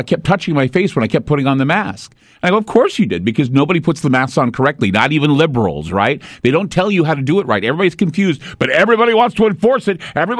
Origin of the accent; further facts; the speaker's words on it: United States; That was me understanding what it meant to be an American.